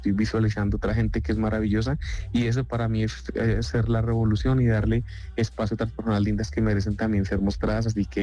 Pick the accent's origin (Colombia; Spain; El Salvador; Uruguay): Colombia; Bogotá; Así que soy un bogotano que ama el sueño de vivir de la música, por difícil que parezca.